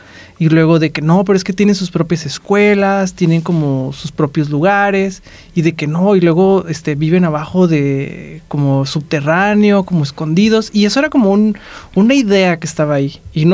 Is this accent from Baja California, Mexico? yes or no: yes; Mexicali, Baja California, Mexico; Bueno, para mí, que soy de Mexicali, la cultura china siempre ha sido muy interesante porque por un lado es muy ajena, pero por el otro lado está en todo Mexicali, ¿no? Yo crecí con la idea de que los chinos tenían como su propia escuela